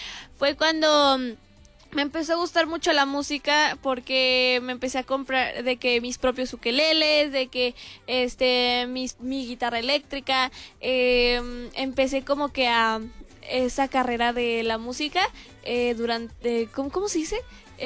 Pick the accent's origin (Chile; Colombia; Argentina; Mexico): Mexico; León, Guanajuato; Yo soy de aquí de León, Guanajuato. Sí, soy de aquí de León, Guanajuato